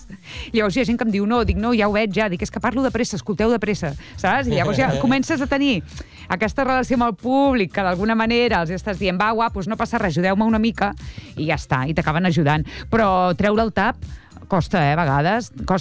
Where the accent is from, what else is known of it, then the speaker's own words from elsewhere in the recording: Premià de Mar, Catalonia, Spain; L'última Premià de Mar a casa meva, al meu poble.